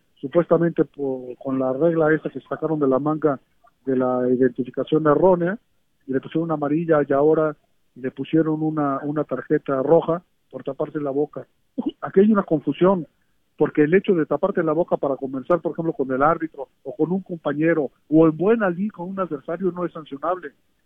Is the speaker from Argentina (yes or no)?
no; Mexico